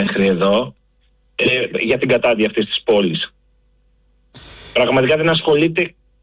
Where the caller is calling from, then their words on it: Central Greece, Greece; αγαπώ τον τόπο μου, αγαπώ την Βρετανία επίσης όπου και κατάγομαι.